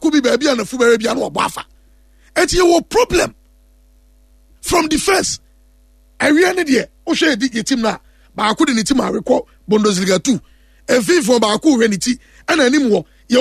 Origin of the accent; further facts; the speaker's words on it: Ghana; As a Ghanaian, I'll be happy to see us here.